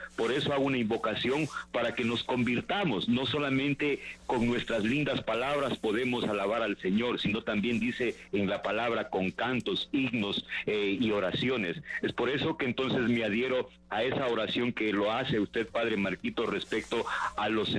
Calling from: Loja, Ecuador; Yo le estoy llamando de la ciudad de la Virgen Santísima Reina Coronada del Cisne, Loja.

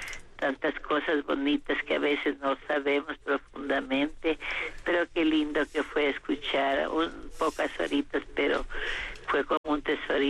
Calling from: Conocoto, Pichincha, Ecuador; Desde Conocoto les estoy llamando.

